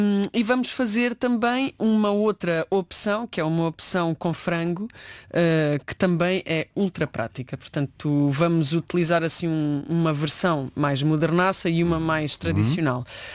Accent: Alentejo, Portugal; Eu sou alentejana, nota-se.

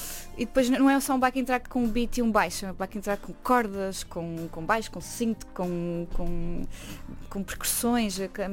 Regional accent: Portugal; moved away; also born or lived in Denmark / Madeira; E foi o que me aconteceu quando eu saí de Portugal.

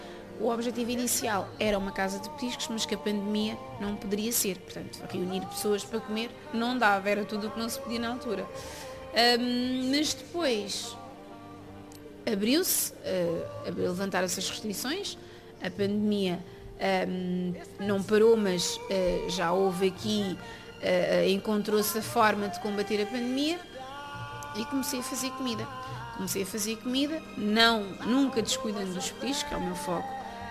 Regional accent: Lisbon, Portugal; foi onde eu cresci, quero dar conforto aos meus, quero dar também qualidade aos meus

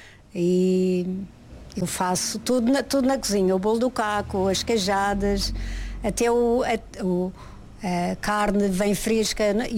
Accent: São Vicente, Madeira, Portugal; now in Lisbon, Portugal; Eu sou natural da Madeira, São Vicente, e antes de vir para Lisboa estive no estrangeiro, só depois é que regressei para Lisboa.

